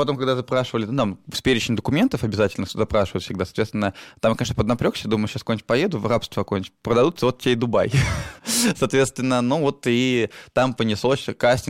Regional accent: Sebezh, Pskov Oblast, Russia; Я говорю, я Себеж, соответственно, да.

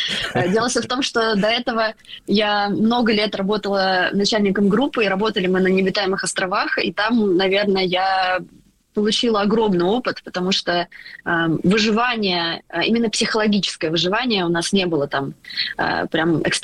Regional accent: Moscow, Russia; Я из Москвы.

